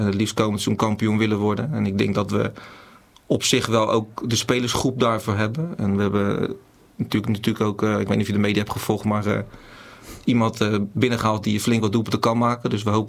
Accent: Delft, South Holland, Netherlands; ik kom natuurlijk oorspronkelijk uit de regio Haaglanden. Jaren bij Zoetermeer gewerkt. Wipolder. Ik ben zelf geboren en getogen in Delft.

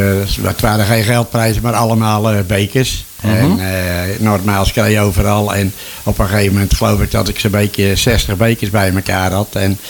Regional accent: Bodegraven, South Holland, Netherlands; born there; 1 februari 1945 en ik ben in Bodegraven geboren.

